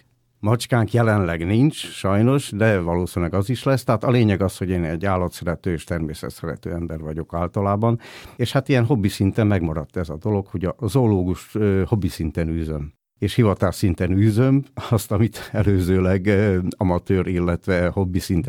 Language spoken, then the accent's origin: Hungarian; Rožňava, Košice Region, Slovakia; moved away; szülővárosomban, Rozsnyón